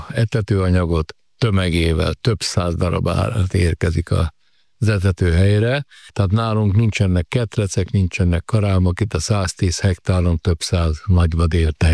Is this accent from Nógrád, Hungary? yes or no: yes; Zagyvaróna, Nógrád, Hungary; Egy szerencsém volt, én Zagyvaron, a Rónabányán nőttem föl, az ottani erdők olyan nyomot hagytak bennem, hogy egy életre szólott.